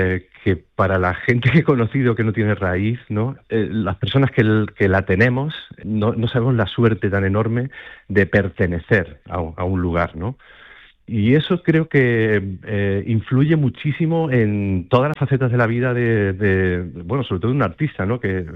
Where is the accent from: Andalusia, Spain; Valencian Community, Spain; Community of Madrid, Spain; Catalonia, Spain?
Andalusia, Spain; Úbeda; moved away; soy de Úbeda por los cuatro costados.